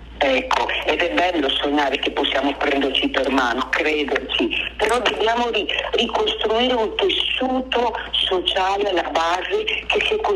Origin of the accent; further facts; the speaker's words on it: Veneto, Italy; born there; sono vicentina, di vicino, ecco.